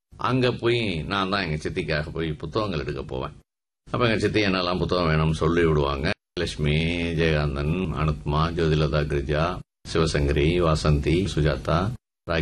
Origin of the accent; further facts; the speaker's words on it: Madurai, Tamil Nadu, India; என்னுடைய சொந்த ஊர் மதுரை. மதுரையில தல்லாபுளம். தல்லாபுளம்ன்றது நகரனுடைய மத்தியில வைகை வடகரையில் இருக்குது.